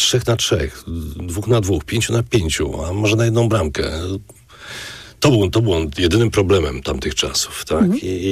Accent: Warsaw, Masovian Voivodeship, Poland; born there; Ja wychowywałem się na targówku przez parę lat

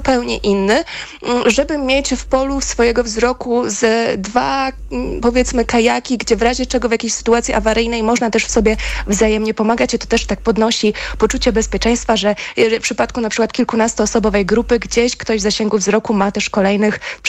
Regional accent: Pomeranian Voivodeship, Poland; Ja tutaj mogę podać taki przykład, ponieważ pochodzę z Pomorza i u nas bardzo atrakcyjnym odcinkiem jest płynięcie kajakiem przez Słupię.

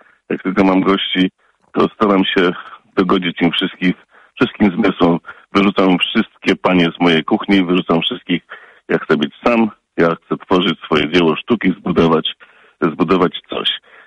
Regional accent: Katowice, Silesian Voivodeship, Poland; now in Lubusz Voivodeship, Poland; ja wychowałem się na Śląsku, rodziłem się w Katowicach. Moja rodzina jest śląska, a ojciec z Wołynia.

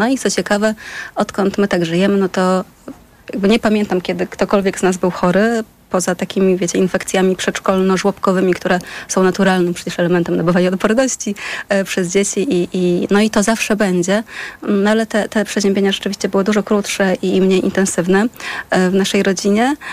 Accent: Janowiec, Lublin Voivodeship, Poland; Wychowałam się na wsi, w Janowcu nad Wisłą, w takiej małej miejscowości na Lubelszczyźnie, naprzeciwko Kazimierza Dolnego.

